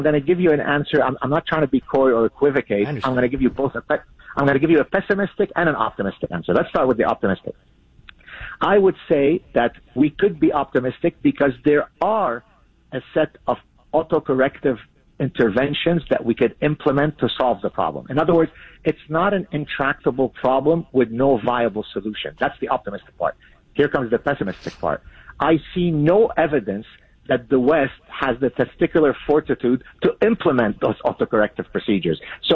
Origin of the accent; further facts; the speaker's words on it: Lebanon; first language Arabic; English is a second language; since Arabic is my mother tongue, since I come from Lebanon.